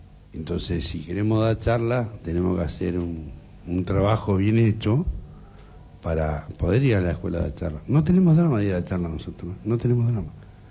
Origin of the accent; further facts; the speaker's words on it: Río Gallegos, Santa Cruz, Argentina; born there; soy nacido acá en Río Gallegos.